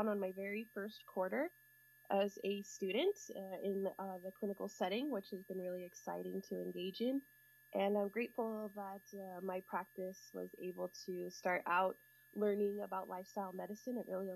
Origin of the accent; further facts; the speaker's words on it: California, United States; I'm from the Rock Village people. I'm a tribal member of the Big Valley Rancheria of Pomo Indians.